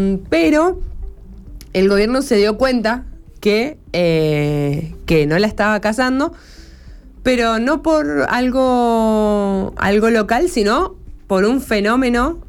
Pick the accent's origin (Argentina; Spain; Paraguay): Argentina; nosotros como argentinos